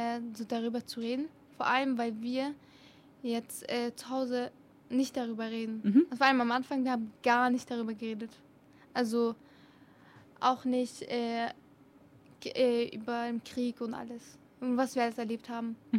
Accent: Filderstadt, Baden-Württemberg, Germany; also born or lived in Syria; Ja, das ist meine Heimat. Ja, Ich lebe da auch check. seit so 10 Jahren. Ja. Und ja, deswegen. Also ich habe auch mehr Erinnerungen hier in Deutschland als in Syrien

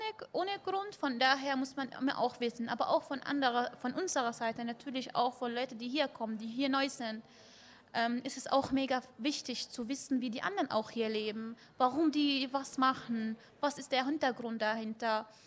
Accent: Bavaria, Germany; ich komme aus der Nähe von Würzburg

